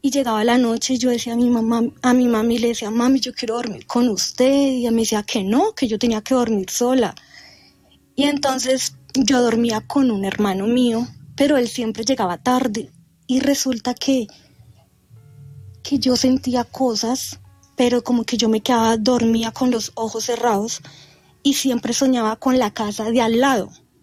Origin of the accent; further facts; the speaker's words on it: San José del Guaviare, Guaviare, Colombia; born there; moved away; also born or lived in Tuluá, Valle del Cauca / Calamar, Guaviare; los 9 años, vivíamos en San José del Guaviare. Mi familia, yo soy de Tuluá Valle, pero pues mi papá y mi mamá siempre se fueron a vivir por allá. Y yo me crié allá